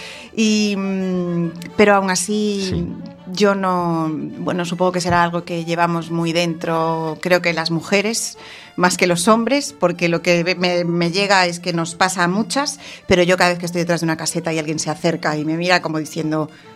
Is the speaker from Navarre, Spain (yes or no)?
no; Ourense, Galicia, Spain; Pues hubo una en Orense, que yo soy de Orense y me hizo muchísima ilusión también ir allí